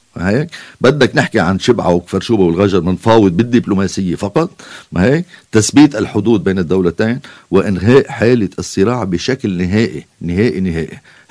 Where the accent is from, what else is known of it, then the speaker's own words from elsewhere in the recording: Lebanon; نحن ما إلنا كلبنانيين